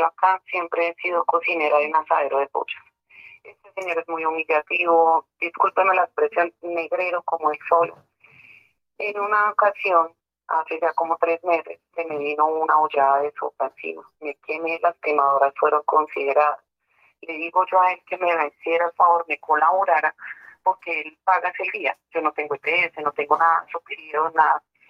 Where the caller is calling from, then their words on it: Cajicá, Cundinamarca, Colombia; Estoy llamando de acá, de Cajicá, Cundinamarca.